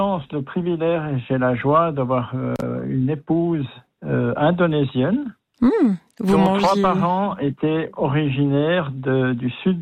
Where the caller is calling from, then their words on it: Biel/Bienne, Bern, Switzerland; De la région biennoise, oui.